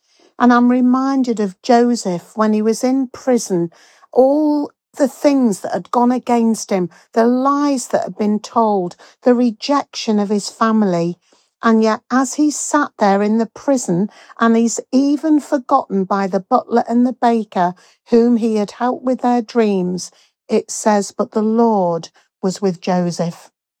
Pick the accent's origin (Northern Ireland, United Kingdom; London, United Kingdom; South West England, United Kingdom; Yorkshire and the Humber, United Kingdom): Yorkshire and the Humber, United Kingdom; Leeds; from Leeds